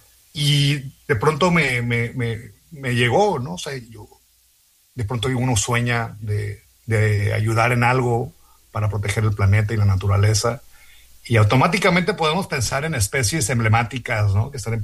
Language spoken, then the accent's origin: Spanish; Mexicali, Baja California, Mexico; born there; en el municipio de Mexicali, donde yo nací